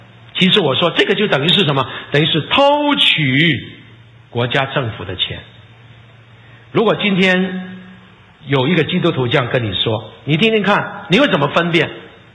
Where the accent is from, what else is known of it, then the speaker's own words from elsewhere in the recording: China; 其实特别是我们，我真的讲特别我们是中国人呢、啊，在我们中国啊